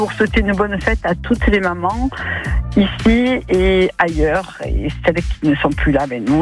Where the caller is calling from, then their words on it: Auriol, Provence-Alpes-Côte d'Azur, France; Je suis sur Auriol